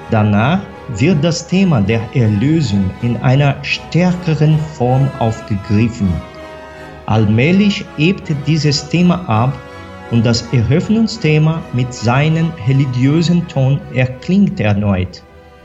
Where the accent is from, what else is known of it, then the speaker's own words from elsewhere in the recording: Brazil; German is a second language; ich bin Brasilianer.